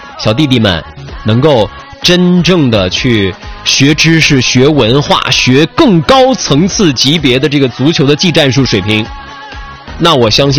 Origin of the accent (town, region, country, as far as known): China